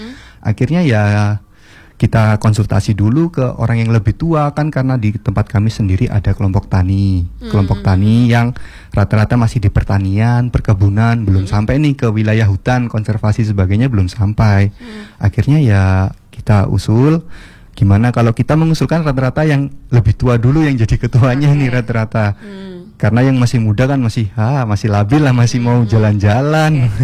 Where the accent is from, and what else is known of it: Malang, East Java, Indonesia